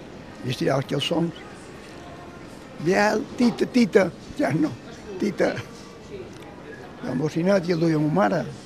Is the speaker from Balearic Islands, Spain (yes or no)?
yes; Palma, Balearic Islands, Spain; Jo vaig néixer en el Matadero. M'entén, ma mare pelava peus i jo em fotien a dins un mericanota i me tiraven un racó. Això és així. Quan vaig començar a caminar, ma mare pelava peus i jo estava a 50 metres de la nave dels xots, de l'escorxó de Palma.